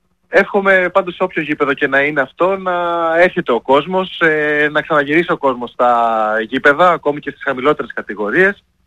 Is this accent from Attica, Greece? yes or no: no; Kavala, Eastern Macedonia and Thrace, Greece